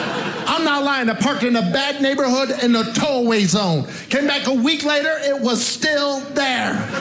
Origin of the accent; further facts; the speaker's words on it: New York City, New York, United States; now in Utah, United States; I'm from Brooklyn, New York.